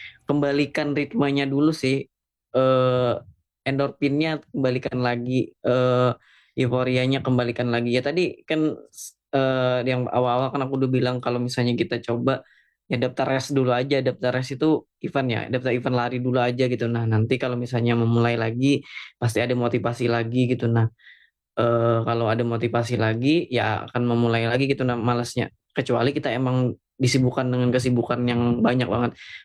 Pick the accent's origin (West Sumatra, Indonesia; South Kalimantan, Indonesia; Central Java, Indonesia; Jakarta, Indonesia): South Kalimantan, Indonesia; yang kalau rata-rata kita orang Kalimantan Selatan aja mungkin di kecepatan 1 kilo, 1 kilo itu di 3 menit lewat dikit lah gitu.